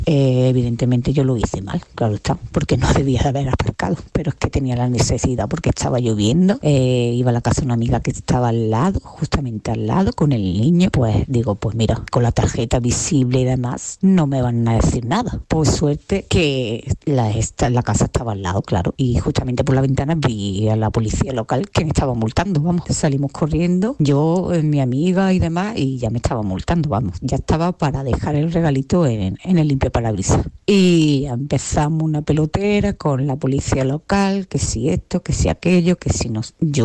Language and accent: Spanish; Andalusia, Spain; Soy de un pueblo de la provincia de Cádiz y lo que me pasó una vez que mi pueblo escasean los aparcamientos con movilidad reducida.